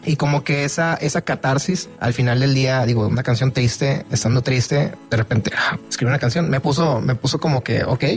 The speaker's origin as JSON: {"language": "Spanish", "town": "Guadalupe", "region": "Nuevo León", "country": "Mexico", "tie": "born or raised there", "said": "Soy de Guadalupe."}